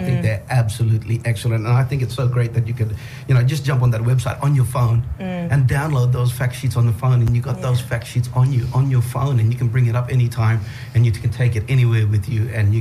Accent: Kununurra, Western Australia, Australia; now in Derby, Australia; Because we're in Derby. I grew up in Kununurra, got family back in Kununurra.

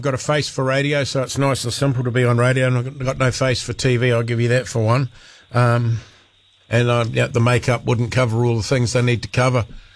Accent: Raglan, Waikato, New Zealand; also born or lived in Hamilton; I was born in Raglan, so I'm a... final raw boy, born in Raglan, and always been around the Waikato, so yeah, it's not far from home.

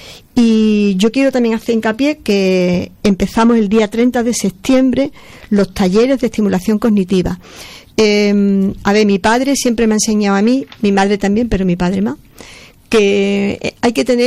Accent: Osuna, Andalusia, Spain; que ya soy una persona mayor, que soy de Osuna y vivo en Osuna.

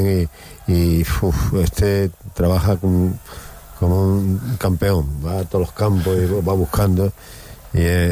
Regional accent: Málaga, Andalusia, Spain; De Málaga, tío. ¿Te crees que yo venía de un pueblo, tío? Yo soy de Málaga.

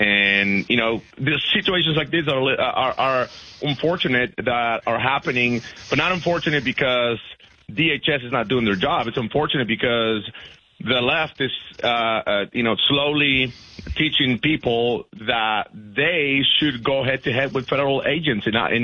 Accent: Georgia, United States; born or raised there

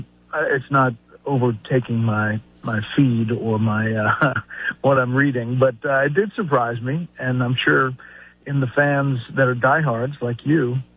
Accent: Atlanta, Georgia, United States; I grew up in Atlanta, so I was an Atlanta

